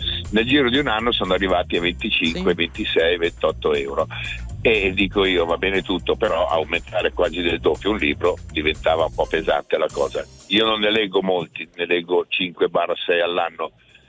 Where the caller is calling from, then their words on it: Pavia, Lombardy, Italy; Io abito a Pavia, però giro un po' tutta Italia, un po' tutta l'Europa